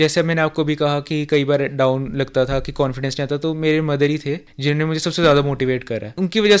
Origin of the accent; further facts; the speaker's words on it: Zirakpur, Punjab, India; मैं जीरकपुर का रहने वाला हूँ